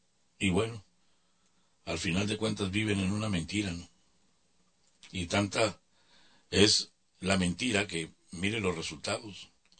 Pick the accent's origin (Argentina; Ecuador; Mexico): Mexico; así somos los mexicanos.